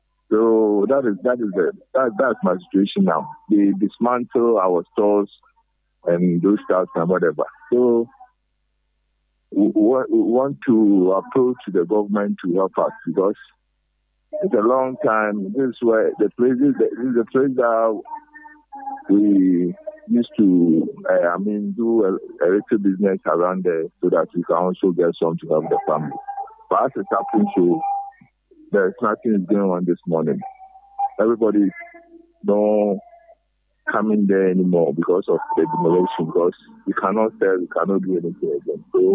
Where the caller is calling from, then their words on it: Ghana; I'm calling you from Kodoko, Madina area.